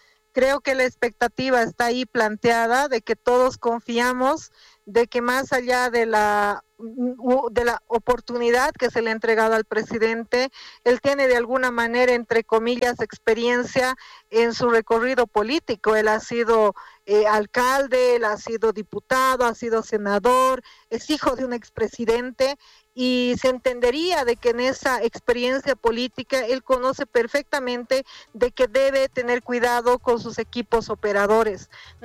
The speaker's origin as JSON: {"language": "Spanish", "town": "El Alto", "region": "La Paz", "country": "Bolivia", "tie": "born or raised there", "said": "como es mi ciudad natal, la ciudad del Alto"}